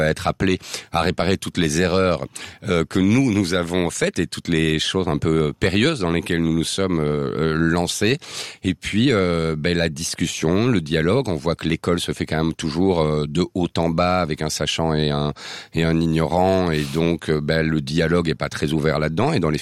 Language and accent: French; Belgium; comme on dit chez nous en Belgique